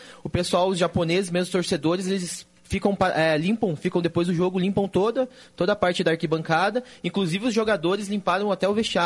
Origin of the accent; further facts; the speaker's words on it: Curitiba, Paraná, Brazil; also born or lived in Bauru, São Paulo; Não, na verdade eu vim bem cedo para Curitiba, né? Quando era bebê eu já vim para Curitiba, então assim, eu nasci em Bauru, São Paulo, mas de coração eu sou curitibano.